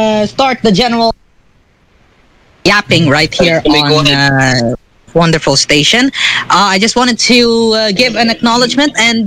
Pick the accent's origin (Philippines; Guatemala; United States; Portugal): Philippines; I'm Filipino.